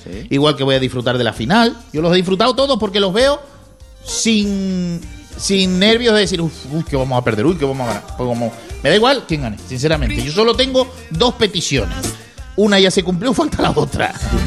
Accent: Spain; No por eso te dejo de ser español

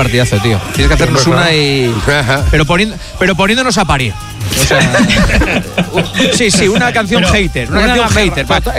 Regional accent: Gijón, Asturias, Spain; No como yo, que soy de Gijón y soy un saborío, que vamos.

